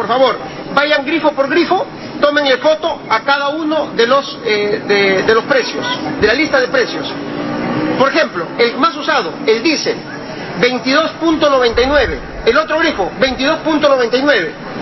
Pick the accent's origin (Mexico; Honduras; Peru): Peru; ¿Que no somos peruanos acaso?